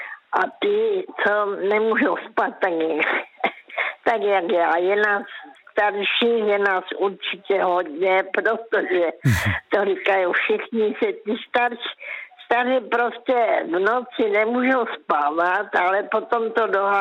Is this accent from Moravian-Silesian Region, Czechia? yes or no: no; Karolinka, Zlín Region, Czechia